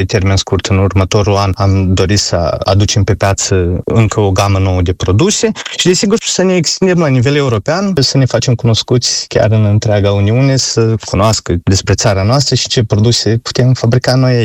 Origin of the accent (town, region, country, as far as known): Moldova